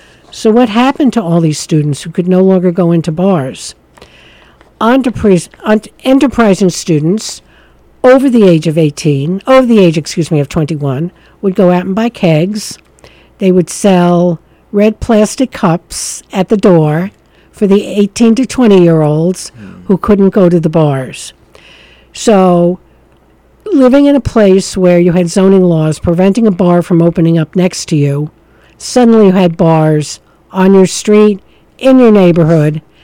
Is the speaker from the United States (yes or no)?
yes; Syracuse, New York, United States; moved away as an adult; I come from Syracuse, New York.